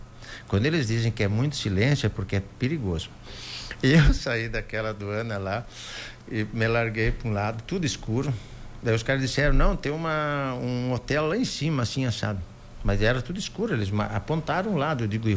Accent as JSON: {"language": "Portuguese", "town": "Pinhalzinho", "region": "Santa Catarina", "country": "Brazil", "said": "E na última viagem me perguntaram de onde é que eu era, eu disse, não, sou de Pinhalzinho."}